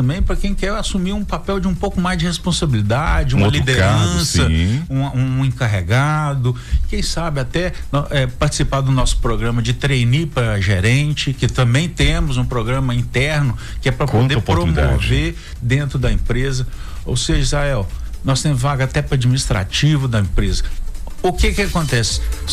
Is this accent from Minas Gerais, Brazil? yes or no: yes; Caratinga, Minas Gerais, Brazil; also born or lived in Inhapim; nós somos de Caratinga, nós somos do Inhapim